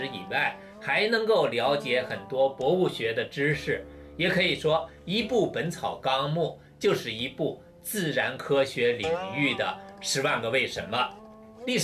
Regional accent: China

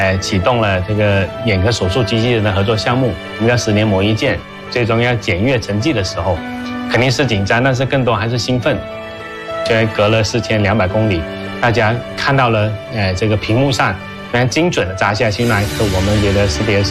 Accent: Jieyang, Guangdong, China; 我是在粤东地区揭阳市乡村长大

